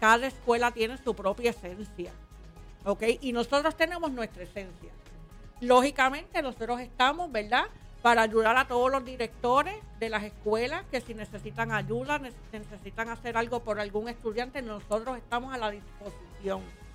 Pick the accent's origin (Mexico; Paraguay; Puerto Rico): Puerto Rico; Fajardo; Fajardo. Este es mi pueblo.